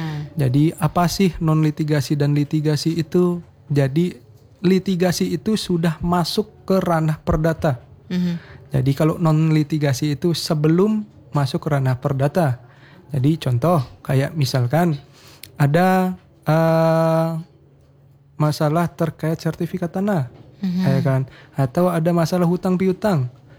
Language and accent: Indonesian; Bekasi, West Java, Indonesia; now in Siak, Indonesia; Dengan situasi kondisi seperti itu berbanding terbalik dengan selama saya hidup tumbuh besar di Bekasi, Jakarta ya kan.